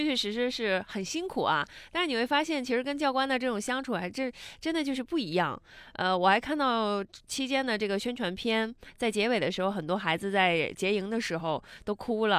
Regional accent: China; 就是每个属于我们中国人那种刻在骨子里的那种血统，就是爱国的那种血统

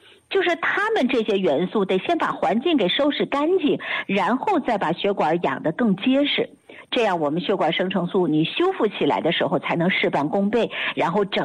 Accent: China

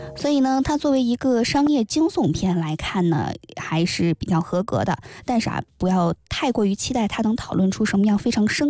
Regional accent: northern China, China; 我们作为北方人听不懂这个潮汕方言

